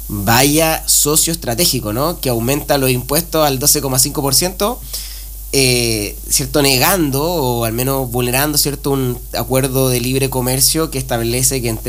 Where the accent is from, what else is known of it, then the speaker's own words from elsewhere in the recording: Aysén, Chile; nosotros como chilenas, como chilenos, ¿cierto?, y habitantes de la región de Aysén en particular